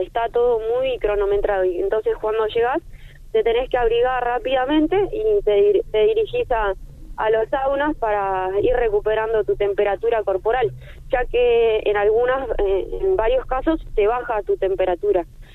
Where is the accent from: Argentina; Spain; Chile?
Argentina; General Roca, Río Negro; Yo soy de Río Negro, de General Roca, donde está el Río Negro.